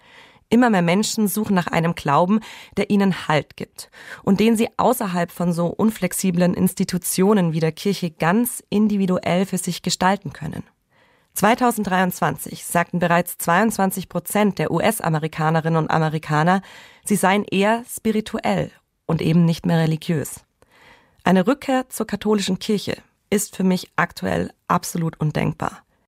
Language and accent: German; Bavaria, Germany; Heiligabend in meiner Heimat, dem Allgäu.